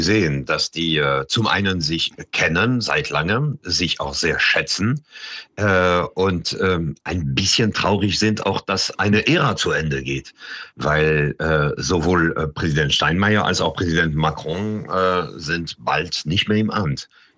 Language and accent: German; Paris, Île-de-France, France; moved away; ich bin als Kind in Paris geboren und aufgewachsen